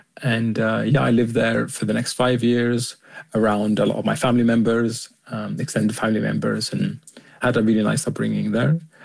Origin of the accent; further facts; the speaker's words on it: Sudan; also born or lived in United Kingdom; Yeah, I guess they were quite different because in Sudan, we all lived in like a large house together.